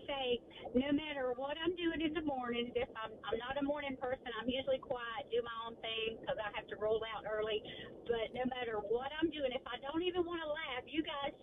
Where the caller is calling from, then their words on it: Houston, Texas, United States; I'm calling from Houston.